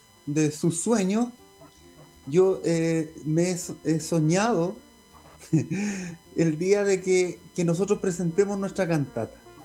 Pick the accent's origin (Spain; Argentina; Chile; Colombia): Chile; Loncoche, Araucanía; born there